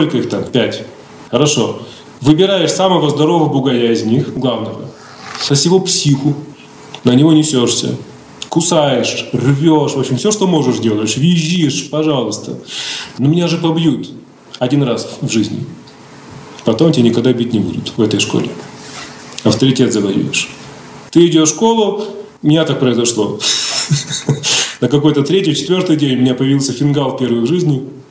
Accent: Komsomolsk-on-Amur, Khabarovsk Krai, Russia; Я вырос в Комсомольске-на-Амуре. Это город, который был построен на месте Амурлага. ГУЛАГ, Амурлаг. Там было 8 зон.

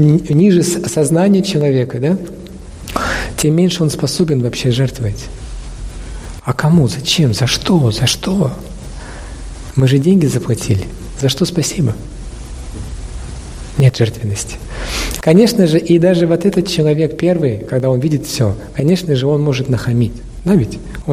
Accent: Russia

